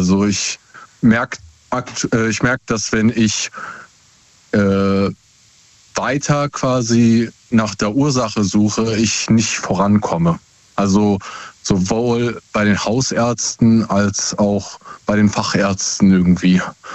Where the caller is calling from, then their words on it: Essen, North Rhine-Westphalia, Germany; Aus Essen.